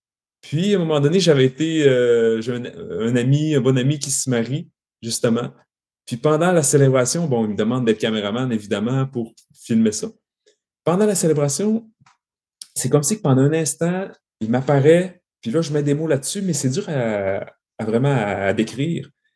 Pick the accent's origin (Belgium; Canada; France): Canada; Saint-Prime, Quebec; je suis originaire de Saint-Prime, un petit village du lac Saint-Jean. C'est un petit village agricole de campagne situé entre Roberval et Saint-Félicien.